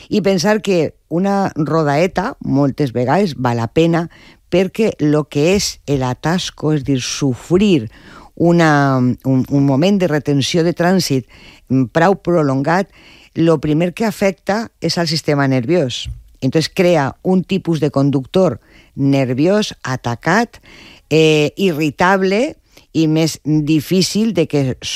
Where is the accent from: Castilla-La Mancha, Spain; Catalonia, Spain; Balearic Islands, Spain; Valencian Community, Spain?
Castilla-La Mancha, Spain; Cuenca; si jo me'n vaig cap a Madrid, perquè tinc el meu poble a Conca